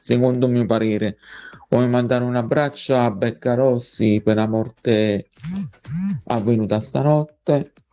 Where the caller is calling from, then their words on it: Caserta, Campania, Italy; Sono da Caserta, buon pomeriggio.